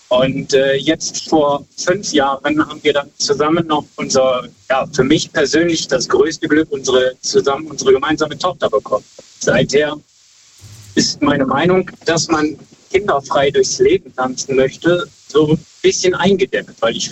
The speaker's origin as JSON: {"language": "German", "town": "Brücken", "region": "Rhineland-Palatinate", "country": "Germany", "said": "Ich komme eigentlich aus Brücken, bin aber quasi unterwegs als Berufskraftfahrer."}